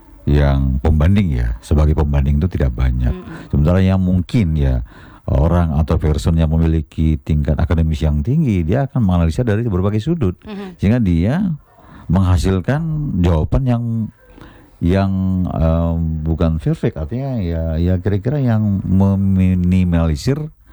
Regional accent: Sumatra, Indonesia; moved away; Saya orang Sumatera, istri saya orang Sumatera.

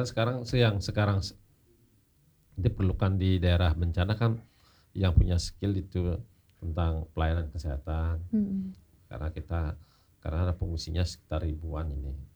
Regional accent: Bali, Indonesia; Jadi lidah kita orang Bali beda dari orang NTT.

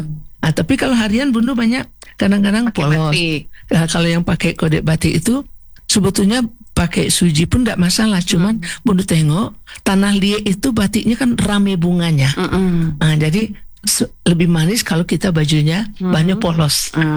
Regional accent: West Sumatra, Indonesia

